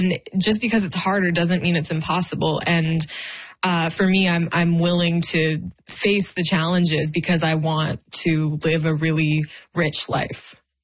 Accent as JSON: {"language": "English", "region": "Ontario", "country": "Canada", "tie": "born or raised there", "said": "And they were performing at Boots and Hearts in my hometown. I mean, just outside my hometown this past Saturday."}